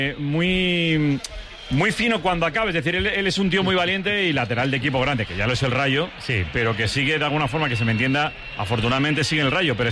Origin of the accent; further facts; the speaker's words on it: Legazpi, Basque Country, Spain; Sí, no, Cañizal. Por parte de padre